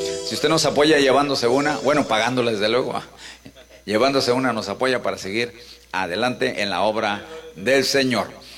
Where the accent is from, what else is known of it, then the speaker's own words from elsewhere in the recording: San Juan, Hidalgo, Mexico; de San Juan, municipio de ¿quién sabe qué termo? ¿Sí? Tepehuacán, Hidalgo.